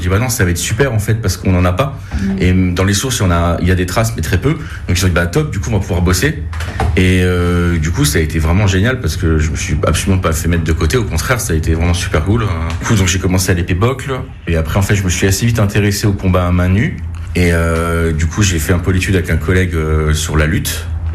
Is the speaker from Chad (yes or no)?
no; Grand Est, France; now in Toulouse, France; En fait, je suis pas du tout toulousain. Je suis un importé. Je suis alsacien d'origine. Et du coup, je suis venu faire mes études universitaires à Toulouse.